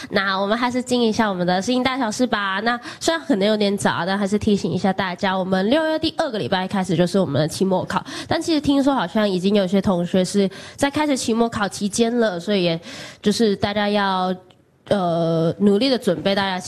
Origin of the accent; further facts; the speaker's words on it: Hong Kong; 对，我是香港人。